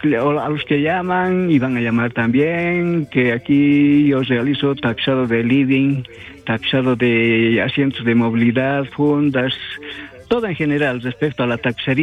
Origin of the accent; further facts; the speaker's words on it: Oruro, Bolivia; moved away; a mi pueblo Alto Saucarí, a mi junta vecinal Zanja de Coronación